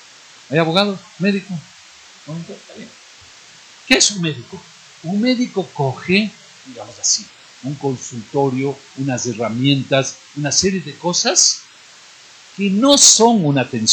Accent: Ecuador

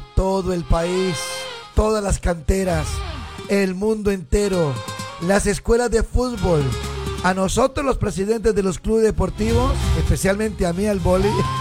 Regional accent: Colombia; now in Spain; aunque yo soy colombiano y tengo la doble nacionalidad

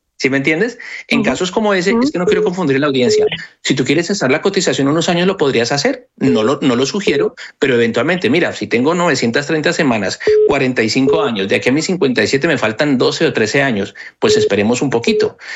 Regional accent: Colombia; en la diáspora, sobre todo los que somos de Colombia, ha generado muchísima zozobra, muchísimo nerviosismo

